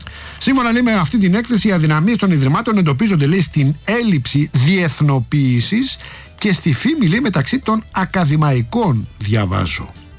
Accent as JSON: {"language": "Greek", "town": "Rafina", "region": "Attica", "country": "Greece", "said": "θα πάμε στη Ραφίνα αργότερα, την πατρίδα μου"}